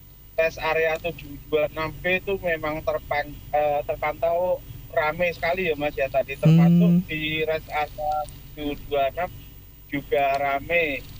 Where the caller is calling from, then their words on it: Nganjuk, East Java, Indonesia; Kalau kita orang Nganjuk